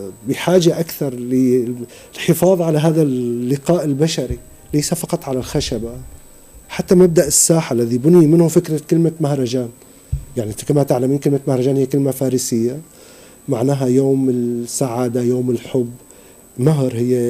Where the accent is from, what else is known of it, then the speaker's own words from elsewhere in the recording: Syria; now in Tunisia; وأنا بالنسبة لي كسوري مقيم في تونس